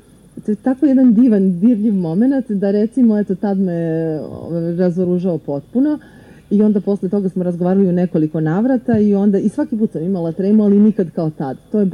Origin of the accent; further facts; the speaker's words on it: Bijeljina, Republika Srpska, Bosnia & Herzegovina; Ja sam rođena u Bijeljini, tamo sam išla u gimnaziju i živjela sve do fakulteta.